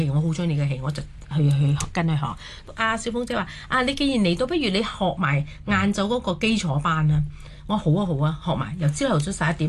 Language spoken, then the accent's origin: Cantonese; Macau; 我係澳門一個土生土長一個人，我唔係一個紅褲仔出身嘅人